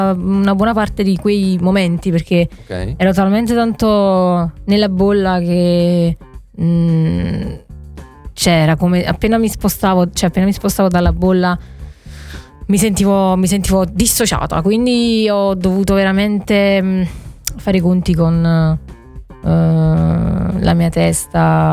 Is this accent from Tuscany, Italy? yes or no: no; Caserta, Campania, Italy; moved away as an adult; also born or lived in Rome; now in Milan, Italy; io sono di Caserta.